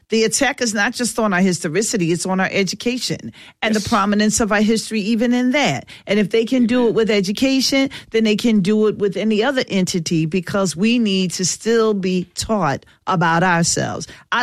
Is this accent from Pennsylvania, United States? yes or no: yes; Philadelphia, Pennsylvania, United States; from North Mary, Philly, you know.